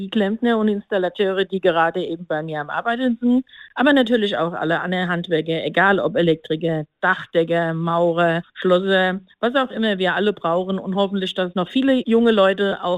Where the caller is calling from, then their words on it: Ingelheim, Rhineland-Palatinate, Germany; Ich komme aus Ingelheim